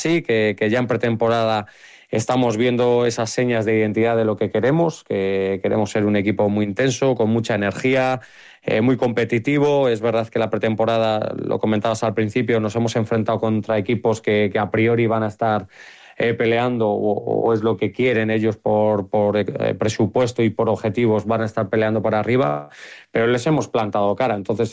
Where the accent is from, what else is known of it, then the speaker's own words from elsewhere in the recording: Salamanca, Castile and León, Spain; Yo soy de Salamanca